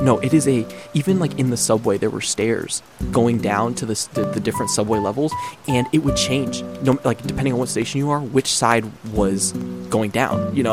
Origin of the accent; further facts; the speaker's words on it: United States; I'm from America